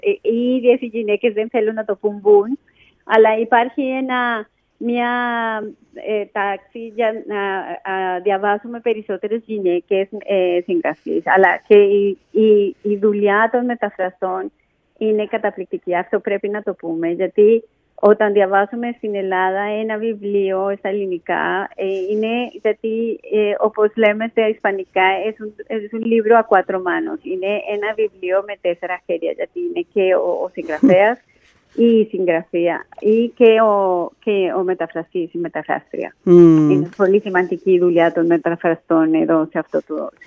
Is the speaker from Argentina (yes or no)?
no; Colombia; moved away; Εγώ είμαι από την Κολομβία.